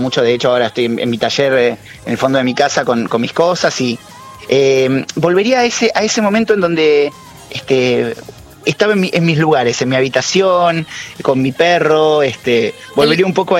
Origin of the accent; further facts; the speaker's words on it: Banfield, Buenos Aires Province, Argentina; yo soy de Buenos Aires, soy de Banfield, sí, que es un pueblo al sur de la provincia